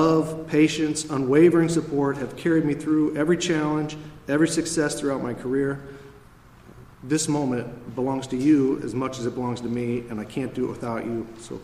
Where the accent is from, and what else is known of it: Peoria, United States; born or raised there